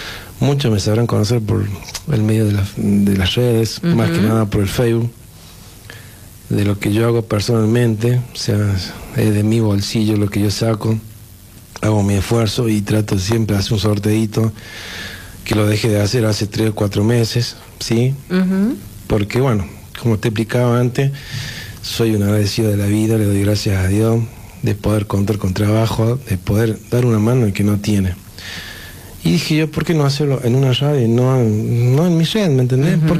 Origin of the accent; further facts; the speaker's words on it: Famatina, La Rioja, Argentina; Yo vengo de una familia pobre, sé lo que es la pobreza, ¿me entendés? Amo Famatina porque vengo de Famatina. En mi familia toda de Famatina.